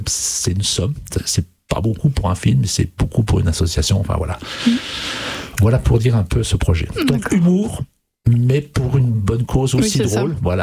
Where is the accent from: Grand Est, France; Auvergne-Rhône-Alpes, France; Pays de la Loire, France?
Grand Est, France; Villey-Saint-Étienne; alors bien sûr à Villers-Saint-Étienne, puisque nous sommes originaires de Villers-Saint-Étienne, mais on a tourné dans tout le Toulois.